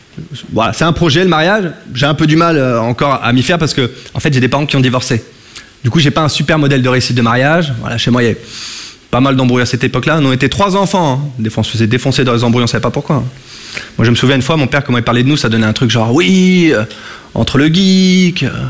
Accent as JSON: {"language": "French", "region": "Hauts-de-France", "country": "France", "lives_now": "Paris, France", "said": "je viens de Picardie, et maintenant je vis à Paris."}